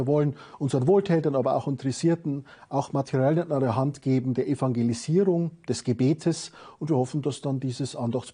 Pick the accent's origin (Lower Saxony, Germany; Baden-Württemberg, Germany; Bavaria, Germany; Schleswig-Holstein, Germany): Bavaria, Germany; accent: Bavarian; wie man unschwer hört, bin ich ja nun Bayer